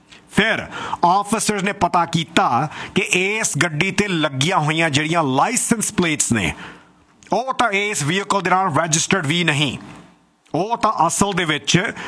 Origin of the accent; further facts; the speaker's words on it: Ontario, Canada; ਸਾਡੇ ਵਰਗੇ ਤੇ ਇੱਥੇ ਜੰਮੇ ਪਲੇ